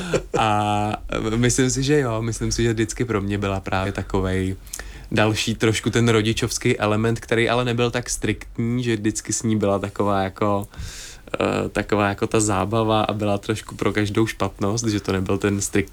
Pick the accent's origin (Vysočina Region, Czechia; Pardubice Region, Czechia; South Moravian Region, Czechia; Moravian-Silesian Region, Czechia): Vysočina Region, Czechia; Havlíčkův Brod; S maminkou se potkali, tuším, no, na nějaký diskotéce, někde právě u nás v Havlíčkově Brodě ve městě.